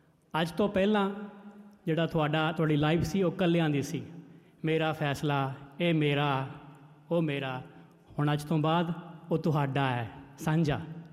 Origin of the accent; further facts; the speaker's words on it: Punjab, India; ਮਾਲਵੇ ਦੇ ਲੋਕਾਂ ਦੀਆਂ ਵੱਡੀਆਂ ਜ਼ਮੀਨਾਂ ਆਉਂਦੀਆਂ ਅਤੇ ਇਹਨਾਂ ਦੇ ਦਿਲ ਵੀ ਬਹੁਤ ਵੱਡੇ ਹੁੰਦੇ ਆ ਅਤੇ ਅਸੀਂ ਦੁਆਬੇ ਵਾਲੇ ਹਾਂ।